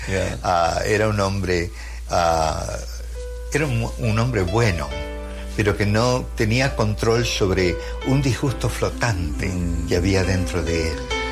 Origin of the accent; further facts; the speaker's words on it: Uruguay; Yo soy uruguayo. Mi papá era un obrero ferroviario que se jubiló cuando yo tenía unos 10